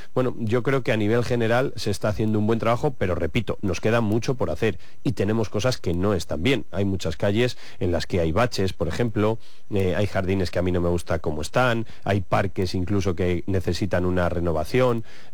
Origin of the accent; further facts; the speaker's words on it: Medina del Campo, Castile and León, Spain; en mi pueblo, en Medina